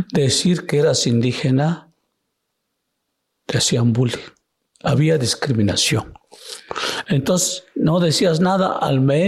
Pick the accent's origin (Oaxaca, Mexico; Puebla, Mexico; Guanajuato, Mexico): Oaxaca, Mexico; Taneche de Zaragoza; first language Zapotec; Spanish is a second language; yo soy originario de la Sierra Norte de Oaxaca, o Sierra Juárez, conocido actualmente, llamado el municipio Taneche de Zaragoza, del estado de Oaxaca, desde luego. Y, como lo comentaba antes, mi lengua natal es el zapoteco.